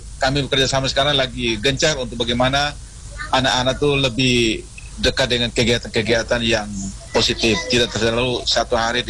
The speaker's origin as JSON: {"language": "Indonesian", "region": "East Nusa Tenggara", "country": "Indonesia", "said": "kami orang Nagekyo"}